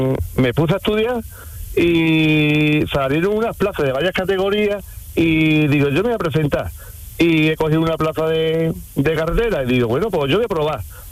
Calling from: Medina-Sidonia, Andalusia, Spain; yo estoy ahora mismo en Medina Sidonia, que es mi pueblo, un ¿qué? Pueblo de Cádiz, un pueblo súper bonito.

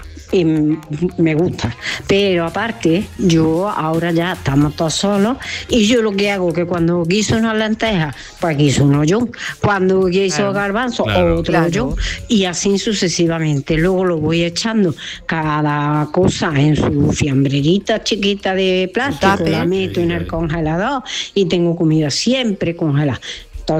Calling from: Villafranca de Córdoba, Andalusia, Spain; Aquí soy en Carni, de Villafranca, de Córdoba.

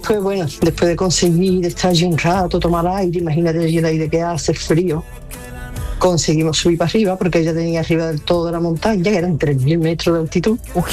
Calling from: Seville, Andalusia, Spain; de Sevilla.

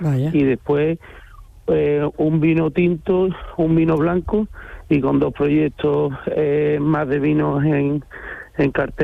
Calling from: Andalusia, Spain; ya me vine por la zona de Sevilla, donde mi familia tenía negocios de agricultura y ganadería

